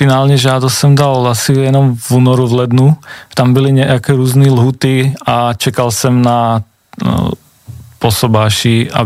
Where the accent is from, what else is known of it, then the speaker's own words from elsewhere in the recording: Slovakia; Czech is a second language; now in Czech Republic; jsem teda Slovák